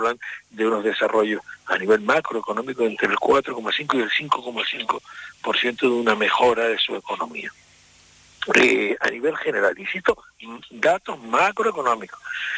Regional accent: Canary Islands, Spain; colegas ahí de nuestra tierra canaria

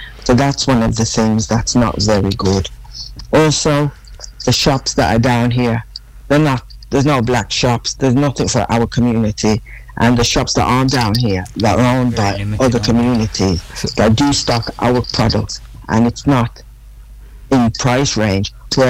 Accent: Birmingham, West Midlands, United Kingdom; also born or lived in Newtown, Birmingham; I was born in England. I was raised in Erdington, but I've lived in Newtown for over 35 years.

